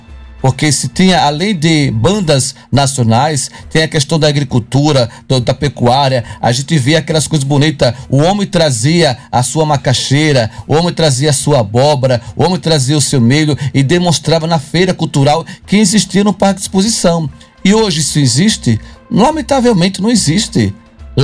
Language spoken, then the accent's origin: Portuguese; Sertão of Northeast Brazil, Brazil; Não, eu sou sertanejo. Eu sou sertanejo.